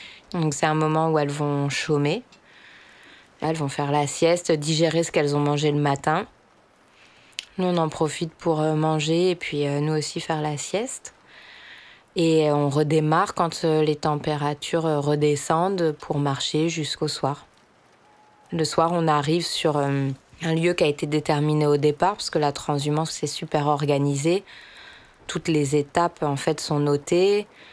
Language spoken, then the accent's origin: French; Brittany, France; born there; now in Marseille, France; je vais avoir bientôt 36 ans. Je suis née en Bretagne, dans les Côtes d'Armor. Je vis actuellement à Marseille.